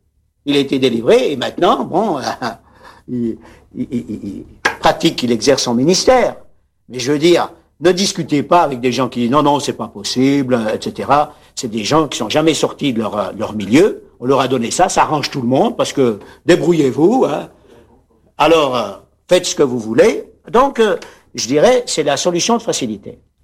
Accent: France; born there; Moi, je suis né à Trablan, ici à côté.

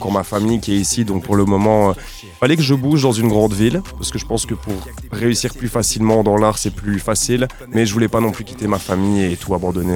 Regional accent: Spa, Wallonia, Belgium; Je suis originaire de Spa, oui.

